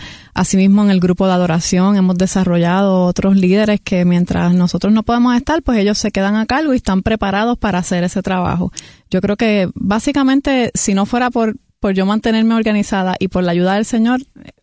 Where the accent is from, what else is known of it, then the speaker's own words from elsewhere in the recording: Puerto Rico; now in Orlando, United States; Soy de aquí de Puerto Rico, nacida y criada aquí, pero en este momento resido con mi familia en Orlando, Florida.